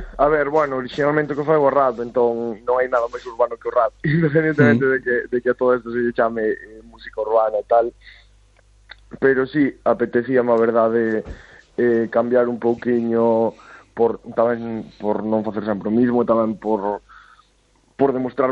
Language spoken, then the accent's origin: Galician; Galicia, Spain; Pois igual, simplemente son galego, falo galego, a miña lingua é o galego